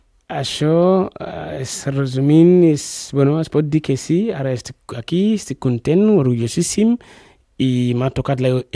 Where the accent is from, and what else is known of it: Ghana